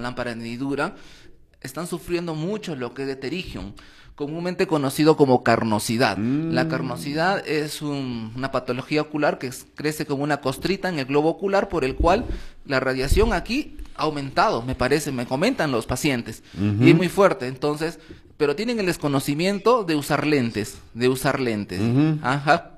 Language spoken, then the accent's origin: Spanish; Lima, Peru; somos de Lima, venimos de Lima